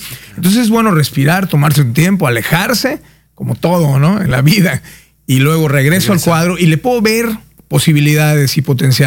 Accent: Mexico; Yo soy mexicano y permea mi mexicanidad en lo que hago.

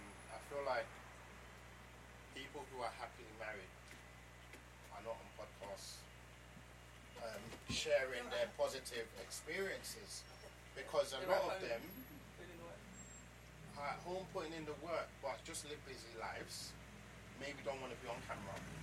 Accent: London, United Kingdom; I grew up in Peckham. I grew up around poor people.

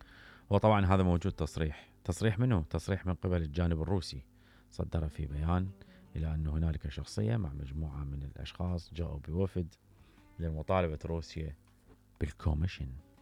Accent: Iraq; إحنا كعراقيين

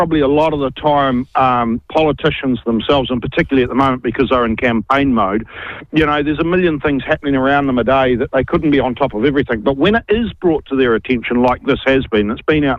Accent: New Zealand; as a citizen of New Zealand, I am just totally outraged at this guy from Envy. It's the closest thing to corruption that we could have in our country

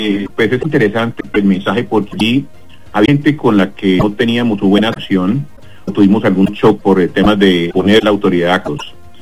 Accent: Norte de Santander, Colombia; also born or lived in Socorro; Yo nací en un pueblo que llamé Socorro, en Santander, y a los 10 años me trasladé a Puto Norte de Santander, y me quedé.

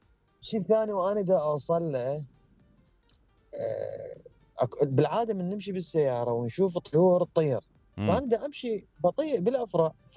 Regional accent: Iraq

